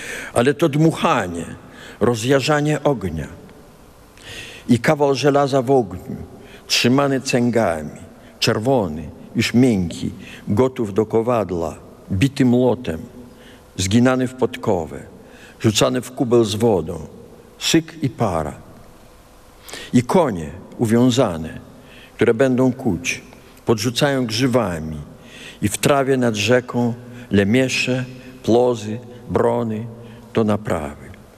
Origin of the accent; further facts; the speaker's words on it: Kaunas County, Lithuania; moved away as an adult; Po wielu latach wróciłem na Litwę i stanąłem w miejscu, gdzie w moim dzieciństwie była kuźnia.